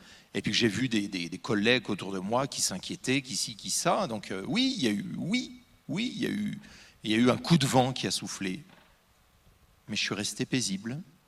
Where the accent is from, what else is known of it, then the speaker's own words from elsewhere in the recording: Normandy, France; Je suis normand, hein. Un pommier, je le connais.